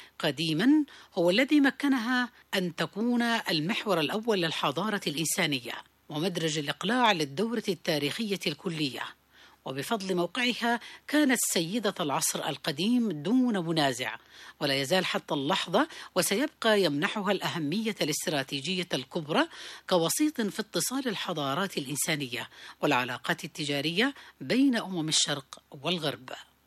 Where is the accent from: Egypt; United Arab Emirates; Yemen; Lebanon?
Yemen; بلادنا اليمن الحبيب